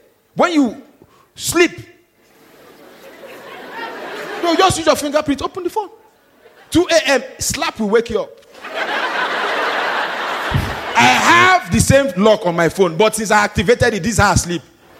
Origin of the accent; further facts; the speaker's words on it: Nigeria; I'm Nigerian.